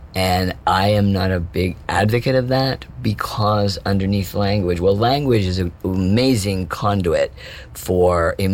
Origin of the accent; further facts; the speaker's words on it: United States; as American audiences